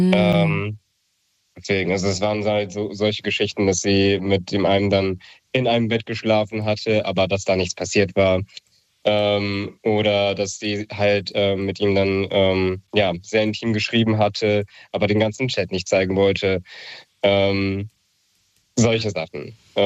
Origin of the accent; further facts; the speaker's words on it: Marburg, Hesse, Germany; Ich komme aus Marburg.